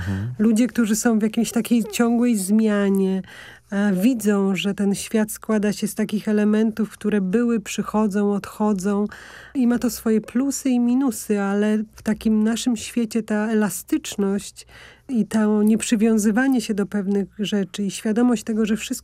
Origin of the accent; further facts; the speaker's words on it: Lower Silesian Voivodeship, Poland; Ja na tym Dolnym Śląsku, gdzie nie miałam grobów pradziadków, domu rodzinnego, tylko wychowałam się w domu, z którego odeszli jacyś inni ludzie